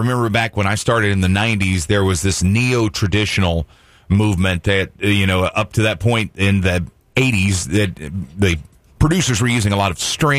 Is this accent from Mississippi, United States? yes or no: yes; Mississippi, United States; because where I grew up in Mississippi, you know, there was no internet.